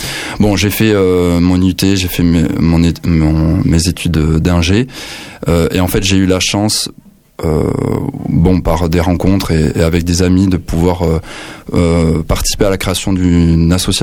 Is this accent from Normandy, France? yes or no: no; Toulouse, Occitanie, France; je suis toulousain. J'ai grandi à Toulouse